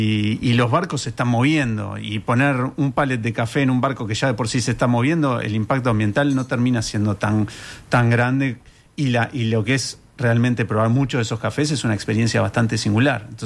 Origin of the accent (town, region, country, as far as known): Uruguay